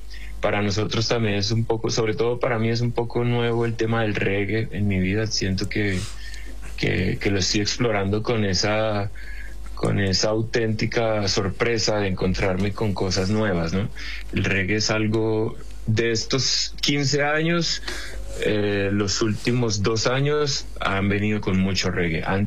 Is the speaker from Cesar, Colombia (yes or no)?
no; Santa Marta, Magdalena, Colombia; yo vengo de una tierra muy cerca a Cartagena que se llama Santa Marta.